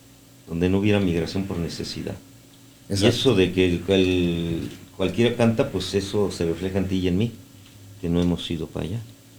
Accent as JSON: {"language": "Spanish", "country": "Mexico", "said": "siempre de copiones, ¿no? Nosotros como mexicanos"}